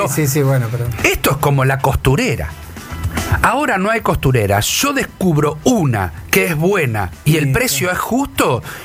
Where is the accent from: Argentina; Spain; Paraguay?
Argentina; Nosotros como argentinos tenemos ciertas características que nos hacen que están dentro de nuestro paraguas cultural.